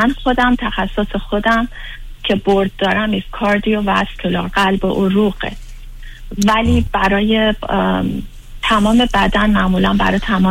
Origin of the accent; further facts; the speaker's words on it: Iran; moved away; خودم ایرانی هستم